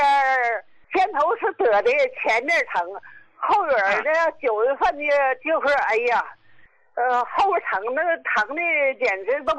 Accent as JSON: {"language": "Chinese", "town": "Qinhuangdao", "region": "Hebei", "country": "China", "said": "秦皇岛的。"}